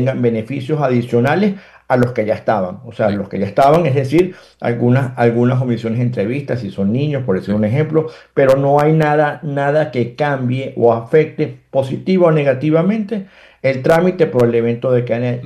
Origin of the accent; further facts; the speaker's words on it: Venezuela; moved away; como venezolanos me refiero, bajo screenings, bajo un poco más de trámites asociados a verificaciones, etcétera, que eso no se ha quitado.